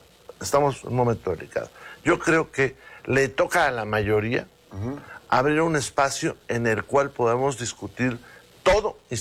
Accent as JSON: {"language": "Spanish", "town": "Saltillo", "region": "Coahuila", "country": "Mexico", "tie": "born or raised there", "said": "No, fíjate que Saltillo tiene muy buen clima, pero yo vivía en la calle de Abasolo, que en aquel entonces era, digamos, que la última calle de la ciudad con pavimento, cuando yo era niño"}